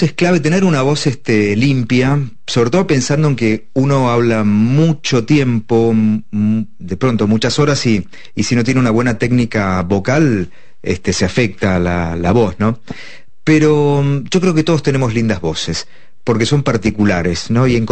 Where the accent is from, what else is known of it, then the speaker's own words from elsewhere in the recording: Mar del Plata, Buenos Aires Province, Argentina; en Mar del Plata, en mi ciudad natal, mi familia escuchaba mucho la radio AM, onda media, ¿no?